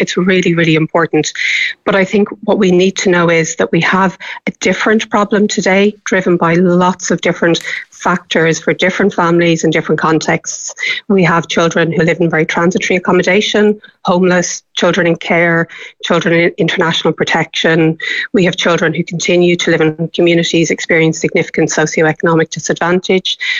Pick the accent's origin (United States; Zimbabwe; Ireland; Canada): Ireland; I think as Irish people, we really value education.